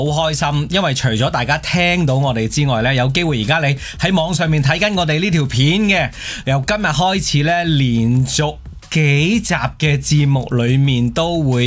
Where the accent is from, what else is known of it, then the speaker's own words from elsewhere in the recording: Hong Kong; 我哋香港人